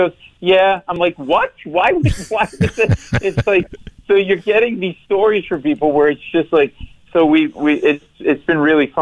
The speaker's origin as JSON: {"language": "English", "region": "Rhode Island", "country": "United States", "tie": "born or raised there", "moved": "yes", "said": "I grew up in Rhode Island"}